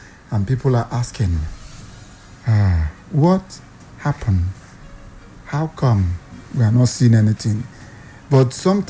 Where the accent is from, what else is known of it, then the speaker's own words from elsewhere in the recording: Nigeria; Nigerian rich man say, for where? I'm a Nigerian.